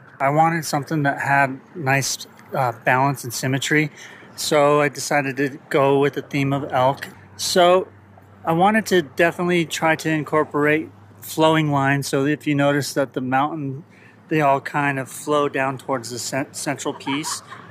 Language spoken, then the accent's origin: English; Littleton, Colorado, United States; my company is Imagine Murals and More. I'm from Littleton, Colorado.